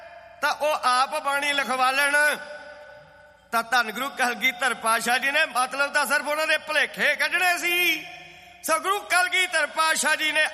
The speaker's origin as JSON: {"language": "Punjabi", "town": "Kartarpur", "region": "Punjab", "country": "India", "said": "ਅਸੀਂ ਕਰਤਾਰਪੁਰ ਦੇ ਰਹਿਣ ਵਾਲੇ ਹਾਂ।"}